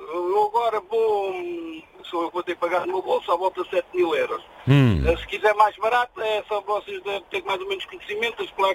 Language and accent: Portuguese; Souto da Carpalhosa, Leiria, Portugal; now in Belgium; Eu sou de Leiria.